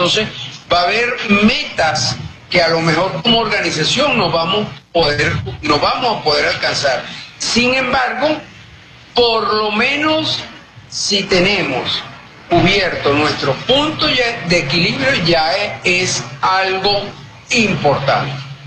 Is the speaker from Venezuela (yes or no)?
yes; Venezuela